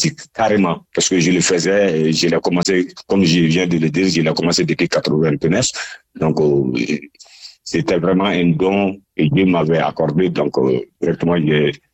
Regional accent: Sikasso, Mali; now in Bamako, Mali; Alors, je suis originaire du Mali et précisément de la région de Sikasso. Et je suis né dans un cercle, le cercle s'appelle Colon Djeba.

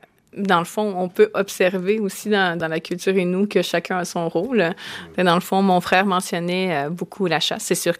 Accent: Pessamit, Quebec, Canada; Je viens de la communauté de Pessamite.

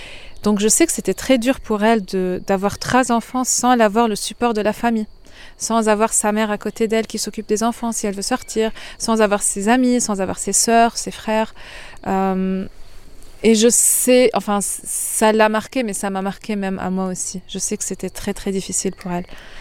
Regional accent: Lebanon; moved away as an adult; now in France; Maintenant j'ai quitté moi mon pays, j'habite en France, et j'ai de la chance de pouvoir appeler ma mère tous les jours et mes parents et de visiter le Liban assez souvent.

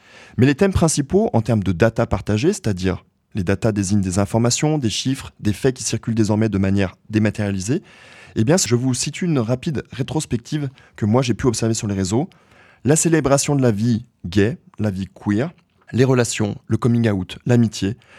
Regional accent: France; Chez nous, en France

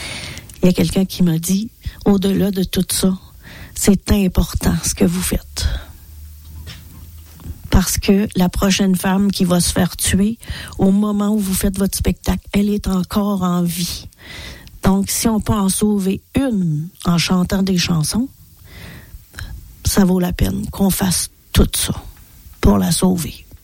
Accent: Quebec, Canada; ben on va ramasser nos grands-mères, comme on dit chez nous au Québec

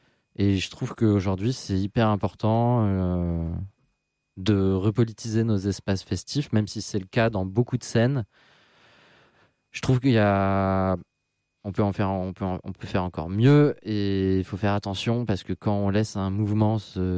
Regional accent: Nantes, Pays de la Loire, France; Non, je viens de région nantaise. Enfin, j'ai grandi à Nantes

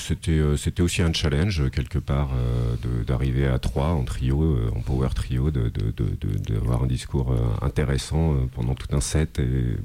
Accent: Lyon, Auvergne-Rhône-Alpes, France; on a une quarantaine d'années maintenant, on est de Lyon

